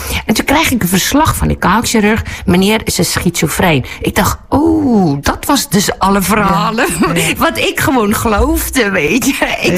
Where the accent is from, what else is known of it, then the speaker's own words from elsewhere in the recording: South Africa; Maar ik kom natuurlijk uit Zuid-Afrika.